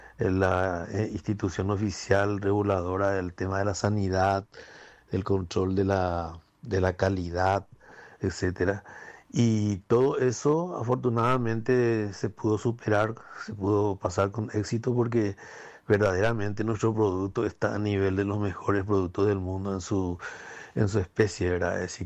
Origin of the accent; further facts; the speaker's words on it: Paraguay; Así que como paraguayo me siento realizado de este logro